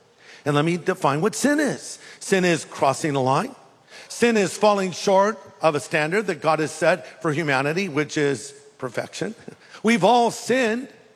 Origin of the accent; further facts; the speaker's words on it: California, United States; I'm not. I'm from California.